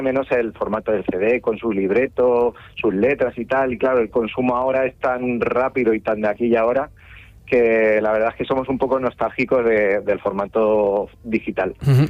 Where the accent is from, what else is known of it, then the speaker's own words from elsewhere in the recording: Albacete, Castilla-La Mancha, Spain; como decimos en mi tierra